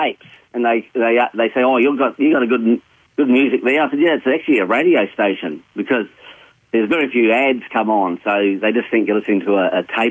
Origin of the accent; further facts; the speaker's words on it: Brisbane, Queensland, Australia; moved away as an adult; now in Katherine, Australia; Originally from the south side of Brisbane.